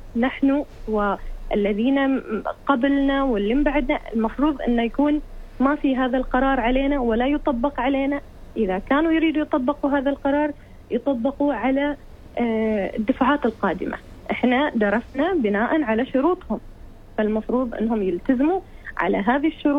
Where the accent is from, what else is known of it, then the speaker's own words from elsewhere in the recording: Oman; إحنا كعمانيين الحين وإحنا كطلاب